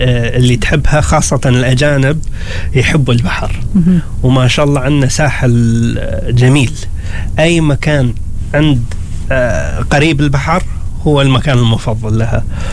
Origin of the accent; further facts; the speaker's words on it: Oman; حتى انا كعماني دائما اتعلم اشياء جديده.